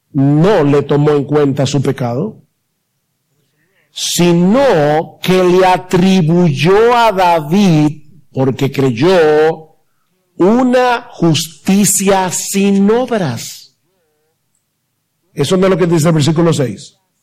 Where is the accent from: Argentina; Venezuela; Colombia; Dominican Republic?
Dominican Republic; nosotros que somos dominicanos